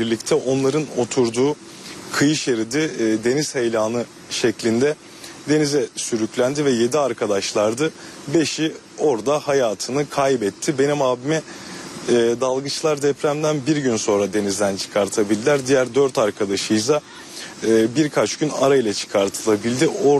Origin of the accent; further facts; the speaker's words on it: Gölcük, Kocaeli, Turkey; biz Gölcüklüler olarak deprem gerçeğini unutmuyoruz.